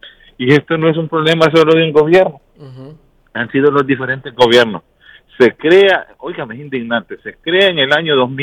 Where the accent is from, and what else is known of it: Honduras